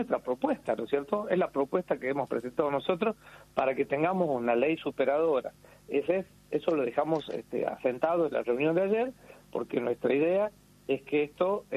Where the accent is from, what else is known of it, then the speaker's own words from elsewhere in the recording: Salta, Argentina; yo soy de Salta, imagínense.